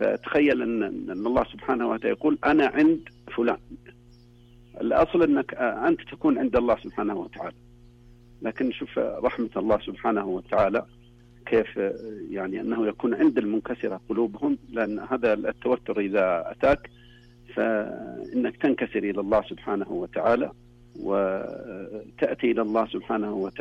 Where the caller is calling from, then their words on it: Bisha, Asir, Saudi Arabia